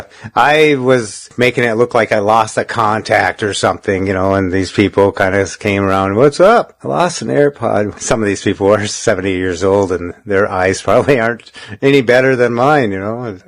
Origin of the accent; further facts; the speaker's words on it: Minnesota, United States; I'm from Minnesota.